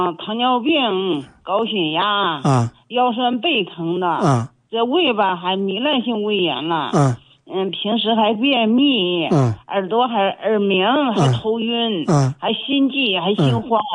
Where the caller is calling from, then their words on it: Henan, China; 我是河南的